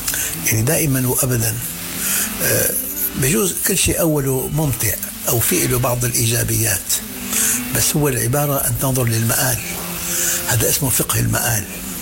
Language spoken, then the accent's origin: Arabic; Syria; أنا أقول عن بلدي سوريا